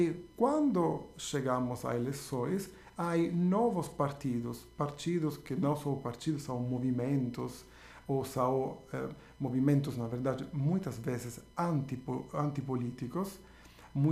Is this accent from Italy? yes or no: yes; Italy; born there; Portuguese is a second language; moved away; do meu paese, perché o paese onde eu nasci, a Itália